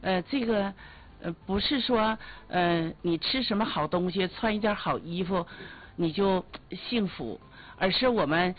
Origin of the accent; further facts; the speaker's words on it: Changchun, Jilin, China; 读了曹老师的《长春你好》，歌颂我们家乡黑土地